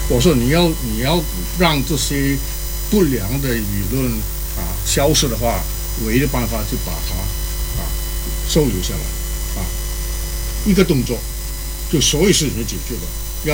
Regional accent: Malaysia; now in Australia; 我是马来西亚长大的，马来西亚啊，我毕业的那个中学呢叫做尊孔国民型中学

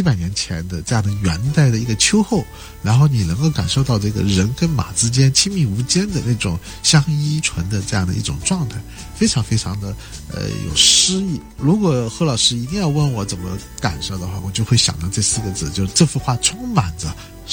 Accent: China; 我们中国人

